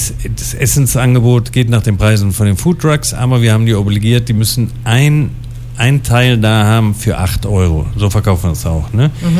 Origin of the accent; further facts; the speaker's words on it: Germany; Weil die Kassen sind die Kassen. Da sind wir Deutsche, glaube ich.